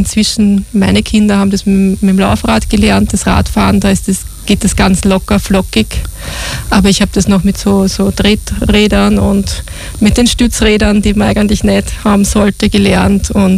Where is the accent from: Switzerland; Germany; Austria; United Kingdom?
Austria; Sankt Christophen, Lower Austria; Ich komme aus St. Christophen. Das ist zwischen St. Pölten und Wien, eine kleine Ortschaft, wo sich jeder kennt, also im ländlichen Raum groß geworden.